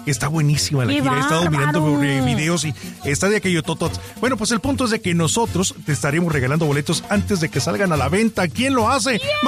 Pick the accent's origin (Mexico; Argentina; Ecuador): Mexico; now in Phoenix, United States; como mexicanos y como hispanos